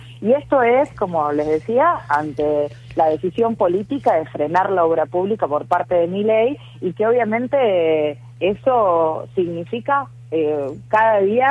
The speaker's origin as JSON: {"language": "Spanish", "country": "Argentina", "said": "todos como argentinos tenemos la responsabilidad de con nuestro esfuerzo aportar para pagar una deuda que no es de ningún beneficio para nuestro país."}